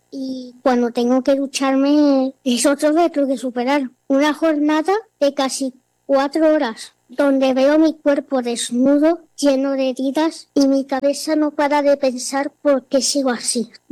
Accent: Seville, Andalusia, Spain; tengo 12 años, soy de Sevilla, en España, y tengo una enfermedad llamada piel en piel de mariposa.

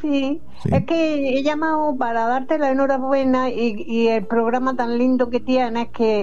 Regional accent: Motril, Andalusia, Spain; Motril es mi pueblo.

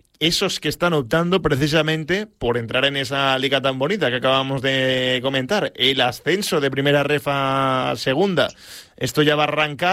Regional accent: Benicàssim, Valencian Community, Spain; yo soy de Benicàssim

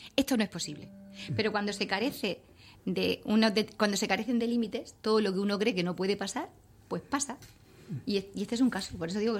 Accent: Spain; yo soy española, pobre, y me llevan a Japón

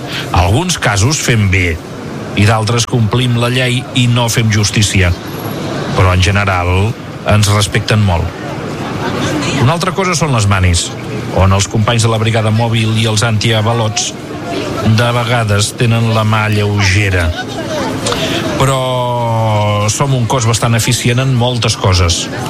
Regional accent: Catalonia, Spain; I jo sóc empordanès.

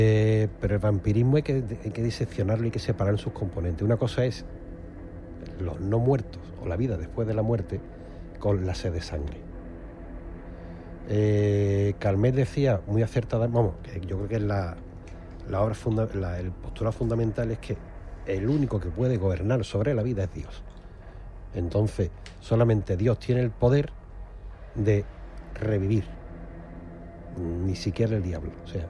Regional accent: Andalusia, Spain; Y vale, yo soy andaluz, yo me crié en esta cultura, ¿vale?

